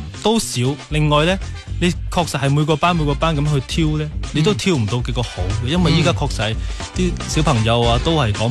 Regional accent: Foshan, Guangdong, China; 我係首先我土生土長佛山人，我自細就喺個粵語環境長大嘅。咁、加上呢我自己都是听粤语歌大的。

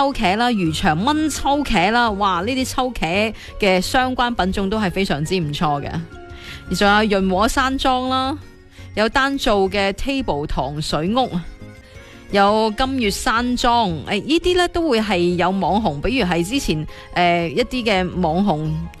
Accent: Guangdong, China; 我哋广东人都系永远嗰餐饭都系离唔开嘅，真系一定要白切鸡。

